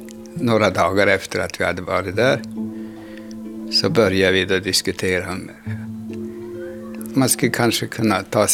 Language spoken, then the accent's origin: Swedish; Övre Soppero, Norrbotten County, Sweden; I mina hemtrakter kunde de äldre norska mer än svenska.